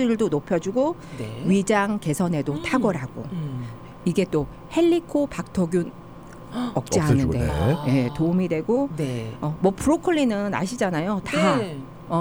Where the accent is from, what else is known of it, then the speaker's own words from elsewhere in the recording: South Korea; 저는 이제 한국 사람인지라 네. 깊은 맛 좋아하잖아요 저희는.